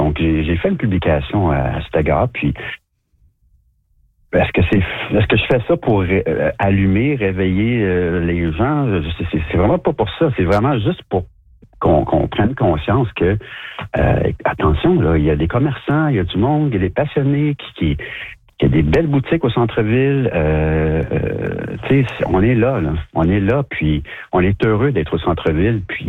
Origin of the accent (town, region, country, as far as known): Montreal, Quebec, Canada